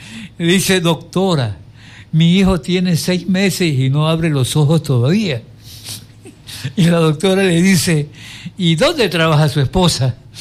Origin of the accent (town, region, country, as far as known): Ecuador